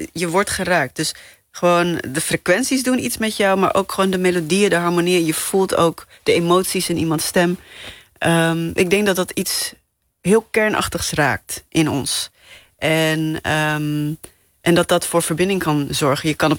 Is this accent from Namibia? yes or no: yes; Namibia; now in Netherlands; En ik denk dat de drive gewoon echt komt omdat ik uit Namibië kom, waar we tot 1990 in het apartheidsysteem hebben geleefd. Dus ik ben ook opgegroeid in het idee in het gedachtegoed van, hoe vechten we tegen onrecht?